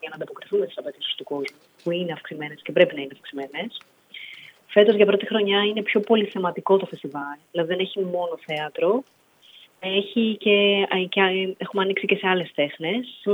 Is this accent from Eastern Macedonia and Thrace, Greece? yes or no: yes; Thasos, Eastern Macedonia and Thrace, Greece; εγώ είμαι και από τη Θάσο.